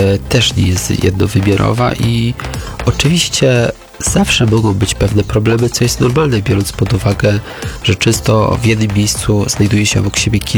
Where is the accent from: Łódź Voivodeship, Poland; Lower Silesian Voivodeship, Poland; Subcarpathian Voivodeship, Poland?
Subcarpathian Voivodeship, Poland; jest to pewne doświadczenie, które u nas na Podkarpaciu jest wpisane w zasadzie w dzieje.